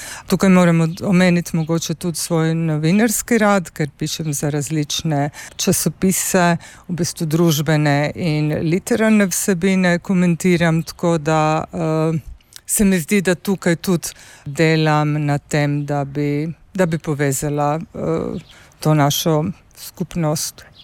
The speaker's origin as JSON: {"language": "Slovenian", "town": "Pula", "region": "Istria County", "country": "Croatia", "tie": "born or raised there", "second_language": "Slovenian", "moved": "yes", "lives_now": "Ljubljana, Slovenia", "said": "Ker sem odraščala v Pulju, ki je večjezično in multikulturno območje"}